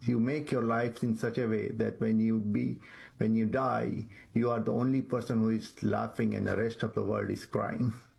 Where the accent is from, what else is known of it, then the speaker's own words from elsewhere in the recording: Mumbai, Maharashtra, India; moved away; I'm beautiful city, Mumbai, India, and I'm the youngest one in four.